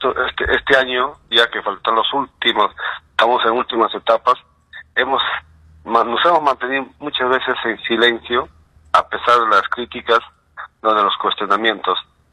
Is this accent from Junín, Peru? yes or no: yes; Sangani, Junín, Peru; estoy muy feliz con mi pueblo de Sangani.